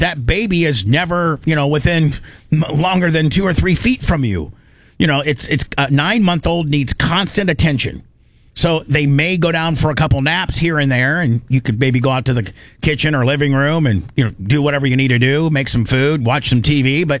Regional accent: Louisiana, United States; I'm from Louisiana. I thought they were messed up, but man, this is crazy.

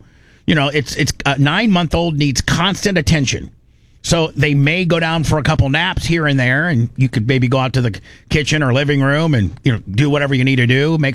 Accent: Louisiana, United States; Man, I'm from Louisiana.

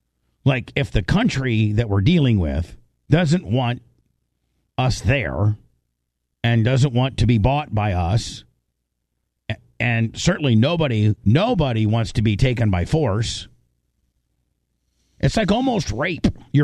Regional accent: United States; we're from American and we're called Americans?

